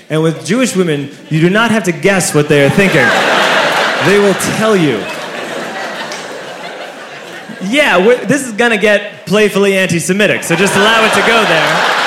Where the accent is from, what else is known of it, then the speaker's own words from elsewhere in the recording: Ireland; I'm Irish, I keep things very bottled up, and I don't drink. which is not what you're supposed to do when you're Irish.